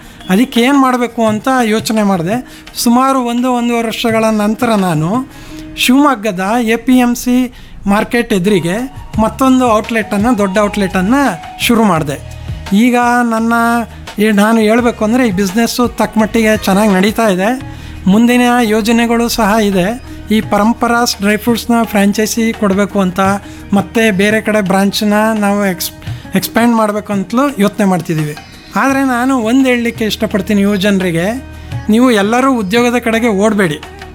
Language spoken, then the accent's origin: Kannada; Mysore district, Karnataka, India; moved away as an adult; also born or lived in Sagara / Maharashtra / Gujarat / Delhi; ನಾನು ಹುಟ್ಟು ಬೆಳೆದಿದ್ದೆಲ್ಲ ಮೈಸೂರು ಡಿಸ್ಟ್ರಿಕ್ಟ್ ಅಲ್ಲಿ, ಬಟ್ ನಾವು ಮೂಲತಃ ಸಾಗರದವರು.